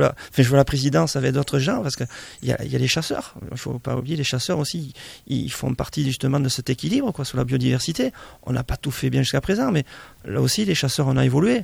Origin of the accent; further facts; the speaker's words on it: Nouvelle-Aquitaine, France; je suis né dans les BART, j'ai grandi dans les BART, et je vais mourir dans les BART.